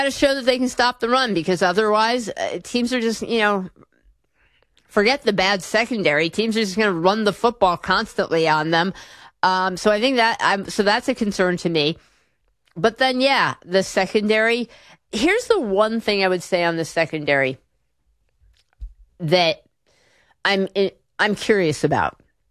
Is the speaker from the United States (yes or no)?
yes; New York, United States; I grew up in Rockland County, and my dad.